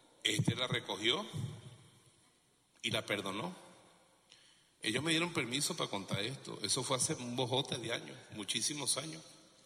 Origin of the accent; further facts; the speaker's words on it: Venezuela; yo seré hijo de alemanes, pero yo soy un macho vejumero venezolano, latinoamericano